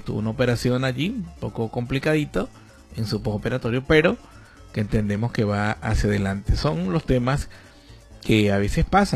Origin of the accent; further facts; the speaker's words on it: La Trinidad de Orichuna, Apure, Venezuela; Nosotros somos de la Trinidad de Orichuna